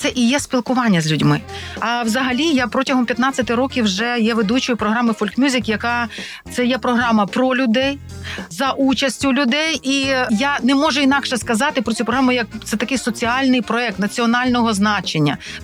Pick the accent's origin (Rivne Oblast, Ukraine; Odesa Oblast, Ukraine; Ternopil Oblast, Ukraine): Ternopil Oblast, Ukraine; Ternopil; born there; Справа в тому, що я народилася в Тернополі, захід України. Там скрізь співають народних пісень.